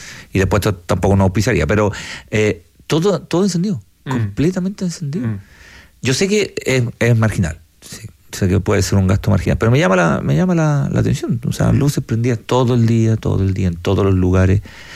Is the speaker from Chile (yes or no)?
yes; Chile